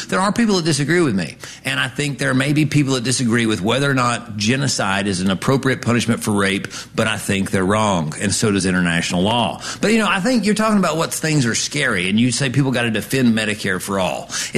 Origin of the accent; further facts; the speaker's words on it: Appalachia, United States; as an Appalachian with a don't tread on me sign in my window